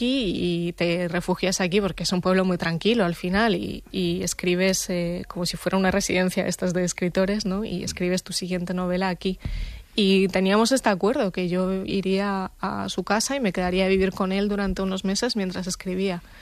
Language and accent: Spanish; Region of Murcia, Spain; born or raised there